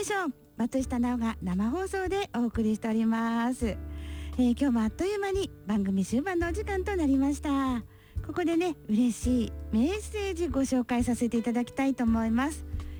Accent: Ibaraki, Japan; 私たち茨城県民もね、震災を経験してますからね、

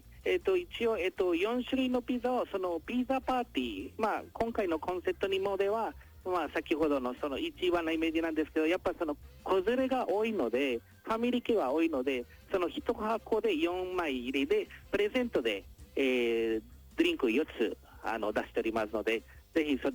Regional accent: Colombia; now in Ibaraki, Japan; 僕としてはコロンビア出身になっておりますので、

